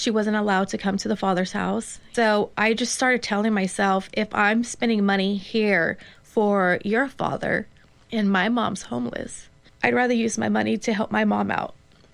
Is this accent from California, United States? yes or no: yes; Hayward, California, United States; I knew there's things to look out for because I came from Hayward, right?